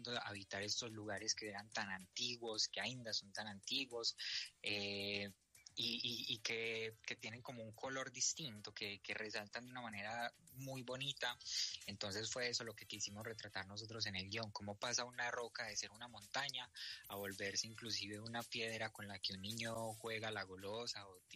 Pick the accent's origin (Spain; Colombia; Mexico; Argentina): Colombia; nosotros somos de Colombia, conocemos la historia, conocemos los lugares, conocemos las personas, conocemos la gastronomía